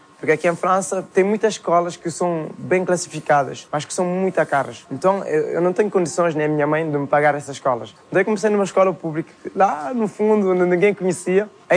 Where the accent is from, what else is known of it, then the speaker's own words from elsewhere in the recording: Cape Verde; Como todos sabem, vim de Cabo Verde, que a gente quando ia para a escola, então ao entrar da escola tem sempre pés de mangue perto da estrada.